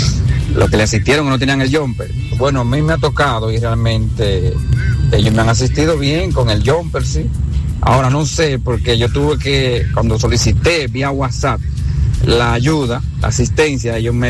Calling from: Castillo, Duarte, Dominican Republic; Yo soy de San Francisco también, de Castillo.

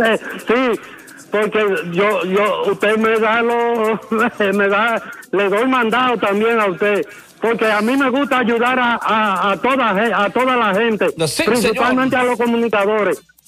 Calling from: Moca, Espaillat, Dominican Republic

